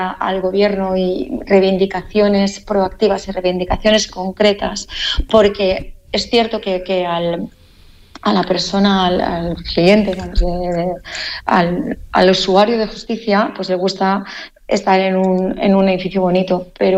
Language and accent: Spanish; Alicante, Valencian Community, Spain; quizás soy como alicantina, como alicantina y como abogada